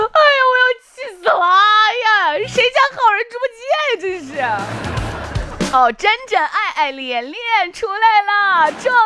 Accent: China; 我们中国人有一点，就是人不能自己夸自己

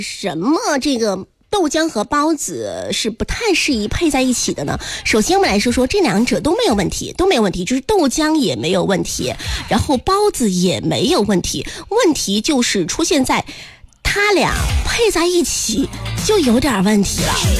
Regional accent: Sichuan, China; accent: Sichuan dialect; 这是我们四川的方言，有些小伙伴听得懂。

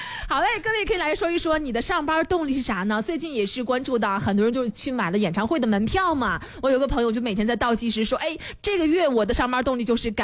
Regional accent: China; 我骄傲，我是中国人。

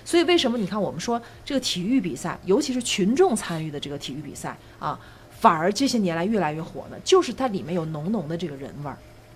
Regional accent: Xinjiang, China

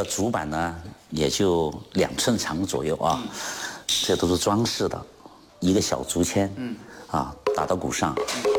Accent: Jiangxi, China; 我们江西这边都是属于采茶戏，我们的吉安采茶戏，赣南这个赣南采茶戏，是这样。

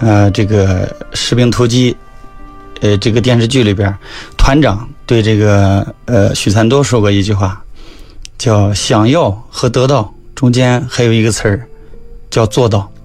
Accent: Henan, China; moved away as an adult; now in Xinjiang, China; 我这个老家是河南的

